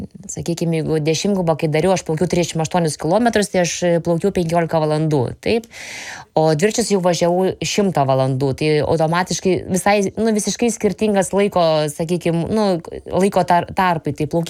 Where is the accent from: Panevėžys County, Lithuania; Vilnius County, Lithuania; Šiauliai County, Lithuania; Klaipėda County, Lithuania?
Panevėžys County, Lithuania; Panevėžys; aš garsinu ir Lietuvą, ir savo gimtąjį miestą Panevėžį.